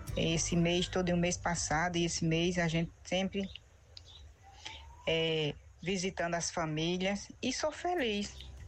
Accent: Rio Grande do Norte, Brazil; born there; now in Araruna, Brazil; E eu não moro na minha terra, onde eu nasci, porque eu sou do Rio Grande do Norte e moro aqui na Paraíba há 45 anos.

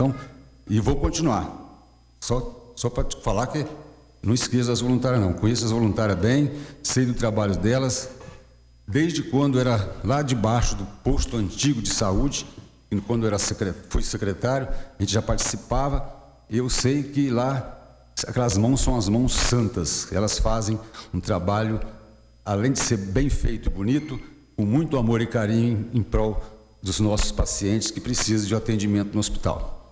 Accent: Brazil; Eu sou da Vila Betânia também

